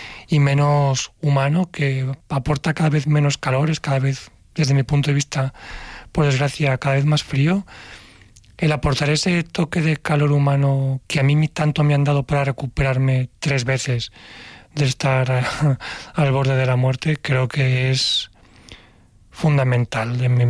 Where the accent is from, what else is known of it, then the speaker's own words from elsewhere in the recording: Valencia, Valencian Community, Spain; yo soy de Valencia, aquí en Valencia, empezaba un poco a despegar el boom del running